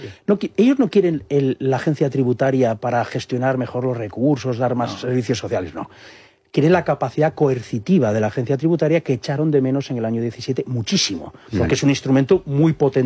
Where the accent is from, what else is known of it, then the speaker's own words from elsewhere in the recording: Barcelona, Catalonia, Spain; Barcelona, que es la segunda ciudad más poblada de España, pues pueda dar una imagen distinta. Y es mi tierra, a mí me preocupa.